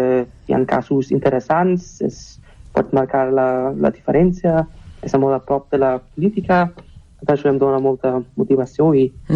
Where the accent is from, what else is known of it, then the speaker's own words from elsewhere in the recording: Erlangen, Bavaria, Germany; Catalan is a second language; vaig néixer i créixer a Erlangen, una ciutat al sud d'Alemanya, a la regió de Franconia. És molt a prop de Nuremberg, que és la ciutat més coneguda d'aquesta zona. Vaig créixer als afores, així que sempre vaig estar al voltant de la natura.